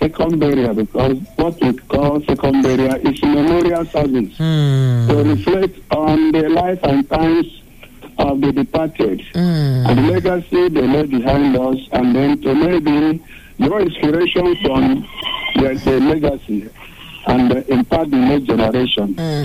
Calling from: Oban, Cross River, Nigeria; I'm calling you from Oban.

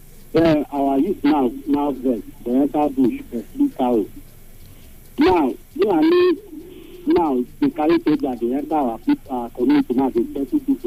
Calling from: Benue, Nigeria

